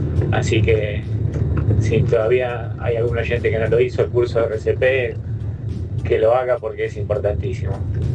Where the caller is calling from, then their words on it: Bernal, Buenos Aires Province, Argentina; Hola Latina, ¿cómo están? … de Bernal.